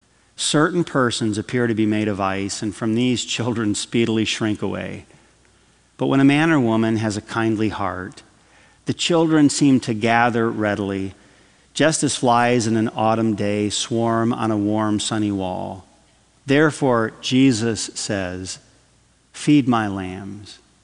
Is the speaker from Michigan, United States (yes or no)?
yes; Adrian, Michigan, United States; So I grew up in Adrian, Michigan. There was another town about 30, 45 minutes away called Jackson.